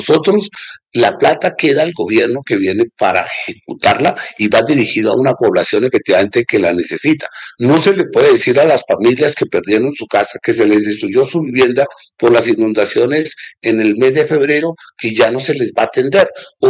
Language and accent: Spanish; Colombia; Allí tenemos nosotros, es que como colombianos, es una veeduría que esa decisión se haga y se haga correctamente.